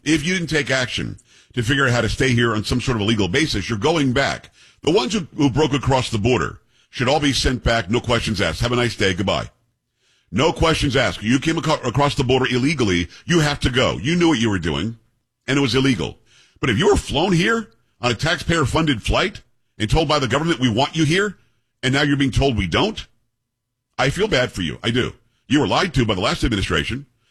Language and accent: English; Florida, United States; born or raised there